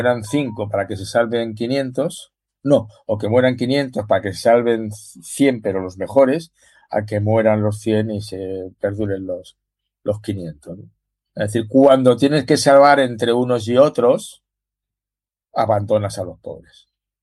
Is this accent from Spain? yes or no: yes; Spain; Soy español, pero he empezado por ahí.